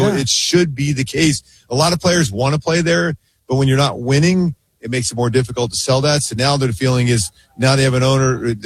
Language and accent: English; Philadelphia, Pennsylvania, United States; now in Orange County, United States; I grew up in Philly